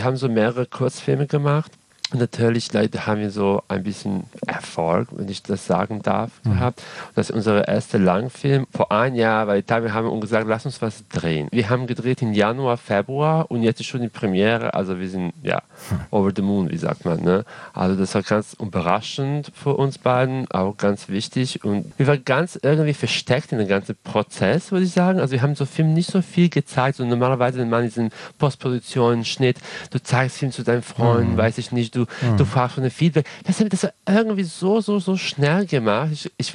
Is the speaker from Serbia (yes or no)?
yes; Serbia; German is a second language